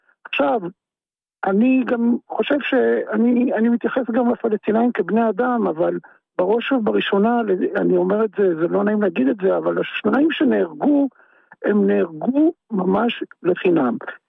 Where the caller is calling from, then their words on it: Sharon, Israel; אני מאזור השרון.